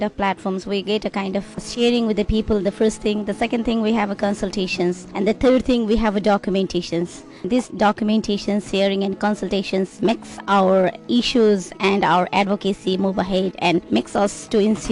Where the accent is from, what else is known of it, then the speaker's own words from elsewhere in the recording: Nepal; I'm from Nepal.